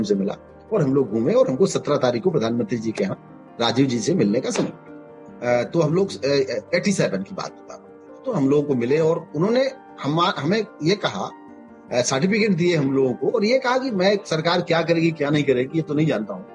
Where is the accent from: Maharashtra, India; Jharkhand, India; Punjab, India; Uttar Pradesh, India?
Uttar Pradesh, India